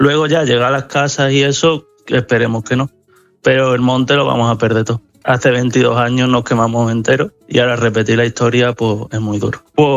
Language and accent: Spanish; El Madroño, Andalusia, Spain; Lo que es el campo de mi pueblo, que ya es Sevilla, el Madroño, sí.